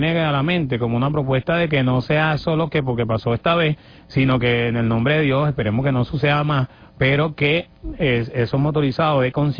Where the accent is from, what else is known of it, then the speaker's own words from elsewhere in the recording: Venezuela; demostrar lo que realmente somos como venezolanos.